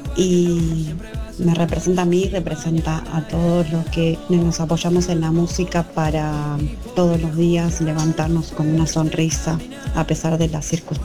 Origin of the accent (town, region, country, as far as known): Berazategui, Buenos Aires Province, Argentina